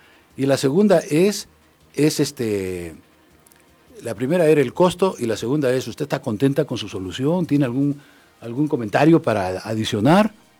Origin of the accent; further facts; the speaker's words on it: Peru; now in United States; primero estuve en Arabia, luego en América Central. Yo soy peruano originalmente